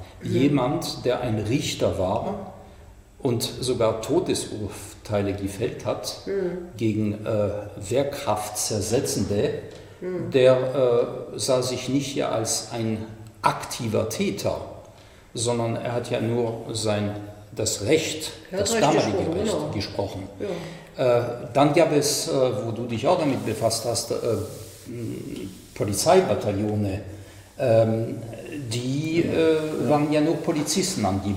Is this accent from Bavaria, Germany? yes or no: yes; Munich, Bavaria, Germany; In München, wo ich herkomme, da waren sie sehr aktiv natürlich.